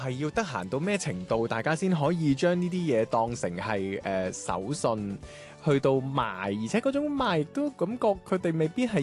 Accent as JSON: {"language": "Cantonese", "country": "China", "said": "我哋中國人冇乜鎖匙，"}